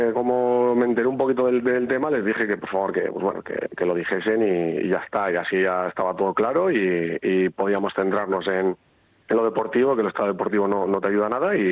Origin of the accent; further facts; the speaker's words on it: Aranguren, Basque Country, Spain; now in Balmaseda, Spain; Soy de Aranguren, pero del barrio de Aranguren.